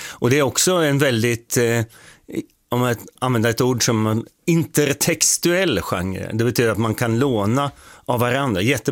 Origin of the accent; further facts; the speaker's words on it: Åtvidaberg, Östergötland, Sweden; Jag är från Åtvidaberg, så jag är från Götaland.